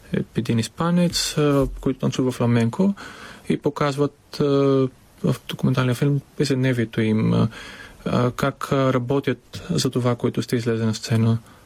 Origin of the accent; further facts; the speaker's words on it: Veria, Central Macedonia, Greece; Bulgarian is a second language; moved away as an adult; also born or lived in Larissa, Greece; now in Sofia, Bulgaria; родния ми град Верия